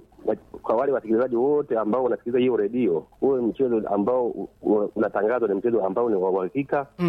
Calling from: Ilula, Iringa, Tanzania; Niko Ilula Mtua.

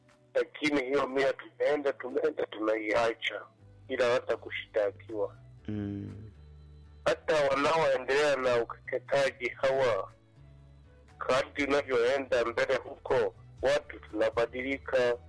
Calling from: Tanzania; nikiwa Masana Mtongoji cha Mombani au Mtama kufaa na Mchembe za maji hapa Tanzania.

